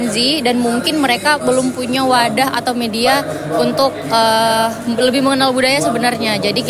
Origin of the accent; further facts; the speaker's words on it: Palu, Central Sulawesi, Indonesia; apalagi kita dari Palu itu Sulawesi Tengah kita terkenal dengan negeri 1000 megalit. Apalagi Palu juga sebagai kota 5 dimensi.